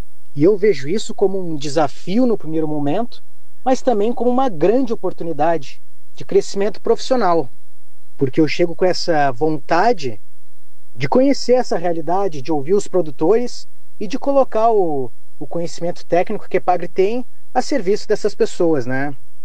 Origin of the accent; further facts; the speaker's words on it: São Joaquim, Santa Catarina, Brazil; born there; moved away as an adult; now in western Santa Catarina, Brazil; E eu sou nascido em São Joaquim.